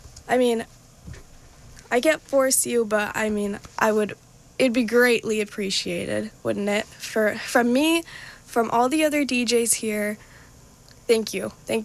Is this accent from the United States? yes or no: no; India; Okay, I'm Indian, and it sounded like kind of like hymns, kind of like old Indian music.